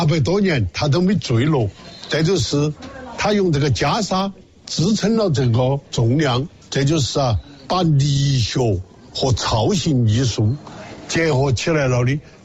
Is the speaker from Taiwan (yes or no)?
no; Sichuan, China; 你们叫热闹，我们四川人叫闹热。